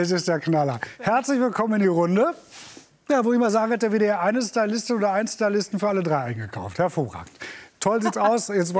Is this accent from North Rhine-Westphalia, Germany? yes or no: yes; Dortmund, North Rhine-Westphalia, Germany; Zum Beispiel aus meiner alten Heimat, aus Dortmund, der Westfalenpark.